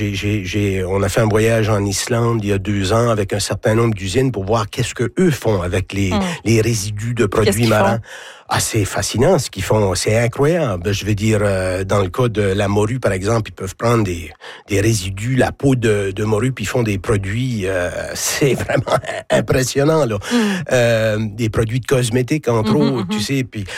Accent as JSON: {"language": "French", "town": "Cap-Pelé", "region": "New Brunswick", "country": "Canada", "tie": "born or raised there", "said": "C'est particulier pour moi, là. Je suis originaire de Capelé. Mon père était beaucoup"}